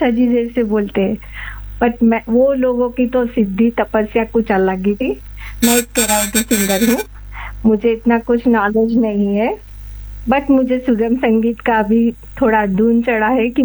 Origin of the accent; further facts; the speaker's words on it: Gujarat, India; मैं गुजराती हूँ